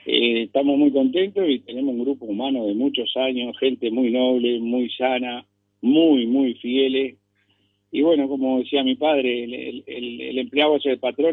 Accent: Canelones, Uruguay; yo soy canario y soy orgulloso de ser canario.

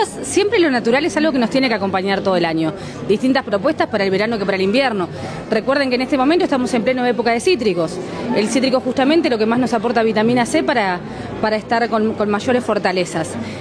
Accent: Uruguay; somos uruguayos.

